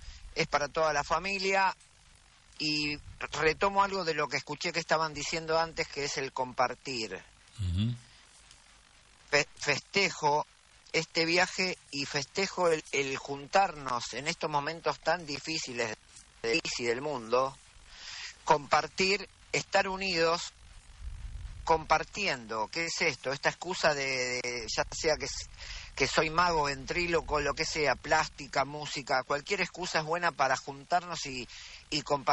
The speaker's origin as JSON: {"language": "Spanish", "region": "Buenos Aires", "country": "Argentina", "said": "a actuar en Buenos Aires, de donde soy yo, de Buenos Aires."}